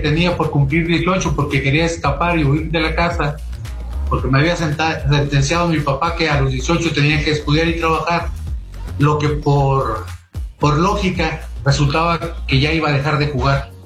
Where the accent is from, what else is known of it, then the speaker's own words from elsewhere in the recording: Saltillo, Coahuila, Mexico; Aunque tenía 9 años, la primera vez que salí de Saltillo y fui a un estadio allá en Monterrey